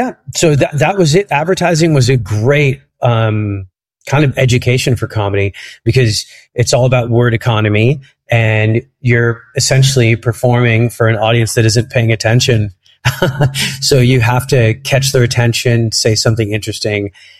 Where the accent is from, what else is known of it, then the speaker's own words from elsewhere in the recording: Alexandria, Alexandria Governorate, Egypt; also born or lived in Cairo, Egypt / Los Angeles / New York / London; now in Paris, France; I was born in Cairo, Egypt, but we lived in Alexandria, which is a big mixed area.